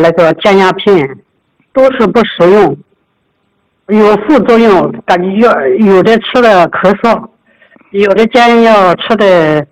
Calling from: Xuancheng, Anhui, China; 我是来自安徽宣城的一名学员。

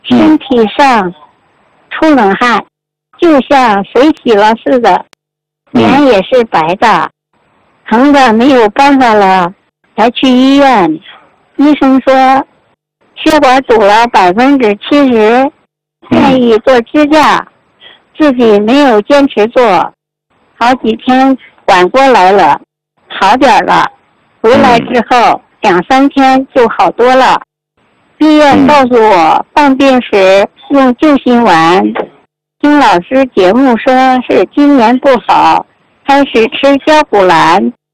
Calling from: Taiyuan, Shanxi, China; 我是来自山西太原人。

